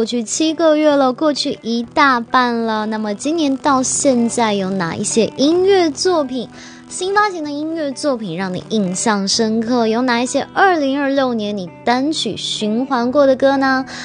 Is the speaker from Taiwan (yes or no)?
no; Qingdao, Shandong, China; 也是我的家乡青岛站的名字